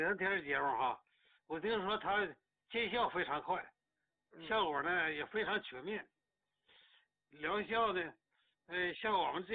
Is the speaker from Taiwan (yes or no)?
no; Harbin, Heilongjiang, China; 那个我家是哈尔滨的